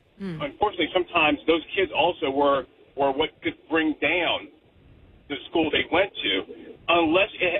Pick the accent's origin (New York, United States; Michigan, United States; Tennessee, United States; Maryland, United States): Maryland, United States; Baltimore County; I find that growing up in Baltimore County public schools and raising my kids through there